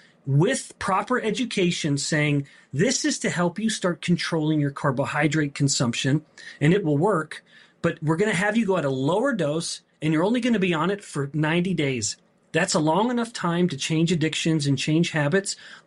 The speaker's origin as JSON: {"language": "English", "country": "Canada", "said": "as a Canadian boy"}